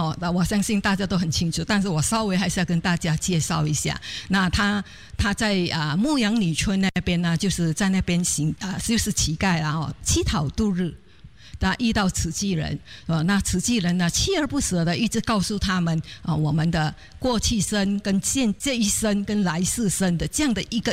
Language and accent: Chinese; Singapore; moved away as an adult; 我来自佛国的新加坡人，